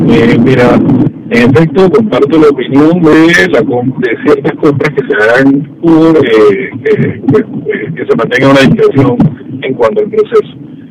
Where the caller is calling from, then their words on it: Panama; nosotros como panameños